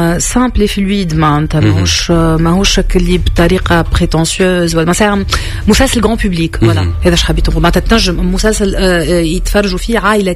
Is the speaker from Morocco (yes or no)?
no; Tunisia; انا فنانه من تونس